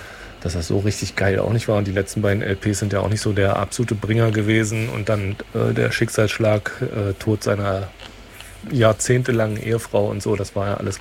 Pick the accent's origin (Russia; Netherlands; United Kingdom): United Kingdom; Also halt so ein bisschen wie als typischer Engländer, der Raum war voll mit einem Drittel ebenfalls aus Großbritannien stammender Menschen